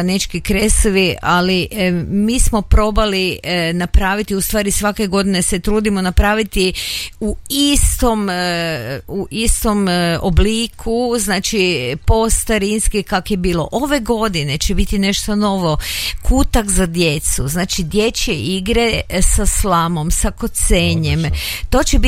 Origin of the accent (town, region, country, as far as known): Koprivnica, Koprivnica-Križevci County, Croatia